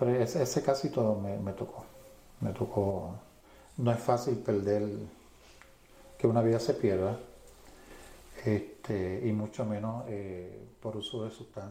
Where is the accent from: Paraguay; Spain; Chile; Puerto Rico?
Puerto Rico; nosotros somos boricuas